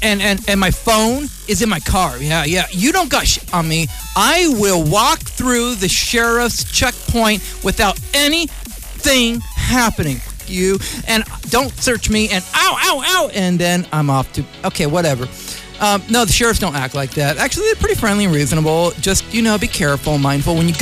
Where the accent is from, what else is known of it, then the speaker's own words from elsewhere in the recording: Vallejo, California, United States; much love to y'all in Vallejo, from a Vallejoan